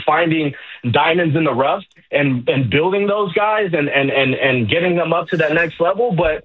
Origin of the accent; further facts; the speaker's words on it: San Francisco, California, United States; I'm a born and raised in San Francisco, true 49er